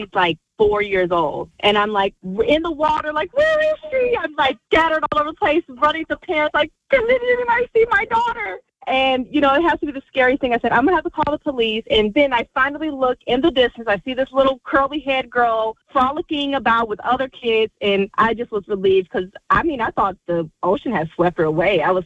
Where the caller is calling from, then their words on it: Michigan, United States; We live in Michigan now